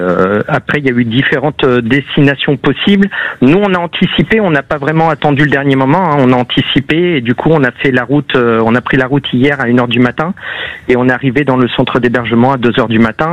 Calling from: Île-de-France, France; Moi, je suis en Île-de-France

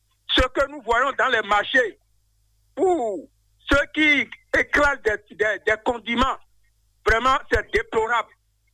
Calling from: Porto-Novo, Ouémé, Benin; je vous appelle depuis Vouledate, Porte-Nouveau.

